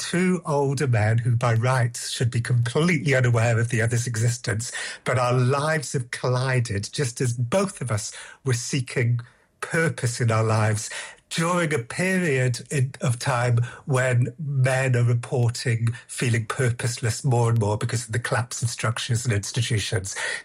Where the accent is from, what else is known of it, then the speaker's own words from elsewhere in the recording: Wales, United Kingdom; My home country, Wales, has 427 castles.